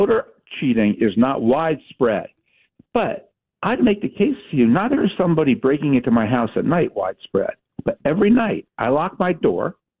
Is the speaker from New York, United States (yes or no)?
yes; New York, United States; You know, I'm a New Yorker, and I grew up in a state where, and it was perfectly fine, our elections seemed to work